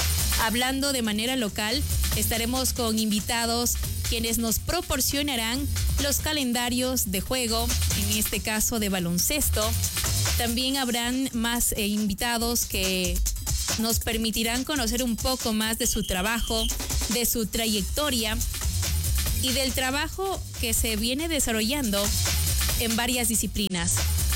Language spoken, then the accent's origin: Spanish; Ecuador; Como ecuatorianos y como latinoamericanos